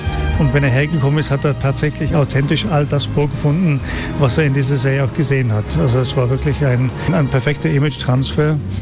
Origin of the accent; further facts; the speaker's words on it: Bedford, East of England, United Kingdom; now in Austria; Nein, ich bin gebürtiger Engländer … Ich bin aber schon 20 Jahre hier in Österreich.